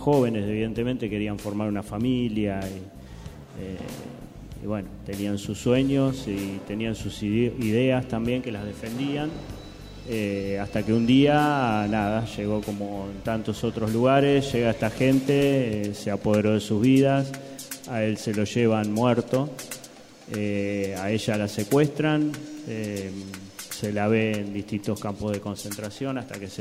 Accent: Quilmes, Buenos Aires Province, Argentina; nosotros crecimos en la ciudad, en Quilmes.

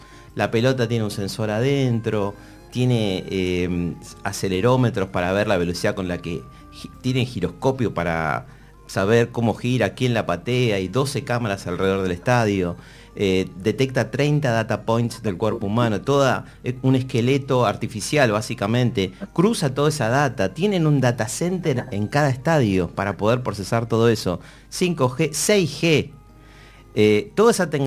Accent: Villa Albertina, Buenos Aires, Argentina; born there; Yo nací en Santa Marta, Villa Albertina, creo que es bastante potrero

